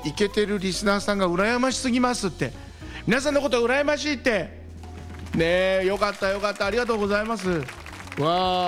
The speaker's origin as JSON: {"language": "Japanese", "region": "Shizuoka", "country": "Japan", "tie": "born or raised there", "moved": "as an adult", "lives_now": "Tokyo, Japan", "said": "静岡からね東京に出てきましたね。18歳の時、こんな駅は町はなかったよ、高輪ゲート。"}